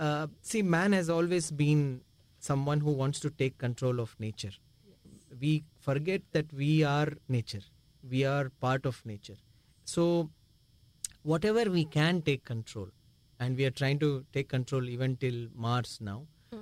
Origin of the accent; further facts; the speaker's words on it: Mysore, Karnataka, India; I'm from Mysore, and I keep traveling between Bangalore and Mysore.